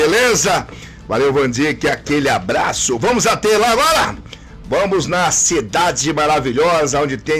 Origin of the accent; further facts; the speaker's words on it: São João do Paraíso, Brazil; born there; eu nasci ali em São João do Paraíso e morei diversos anos na beira do Rio Pardo, Riacho Doce, o Cacá, o Acari